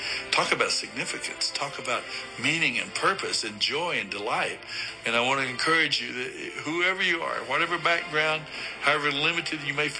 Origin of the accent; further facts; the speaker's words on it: New Mexico, United States; I'm Native American, full-blooded Apache, Mescalero Apache from the reservation down in southern New Mexico.